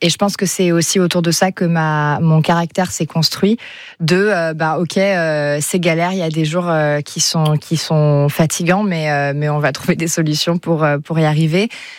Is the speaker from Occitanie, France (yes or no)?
yes; Béziers, Occitanie, France; j'ai grandi à Béziers, j'étais juste à côté.